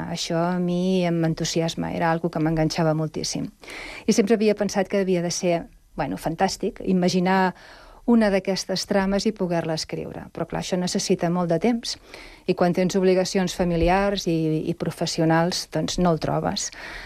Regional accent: Sabadell, Catalonia, Spain; now in Sant Cugat del Vallès, Spain; Doncs jo sóc de Sabadell, vaig néixer allà, però he viscut la major part de la meva vida aquí a Sant Cugat.

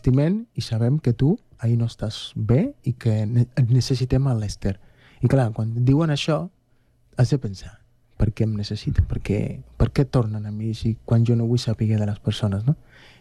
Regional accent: Cuba; venim de Cuba. A Cuba hem viscut moltes coses

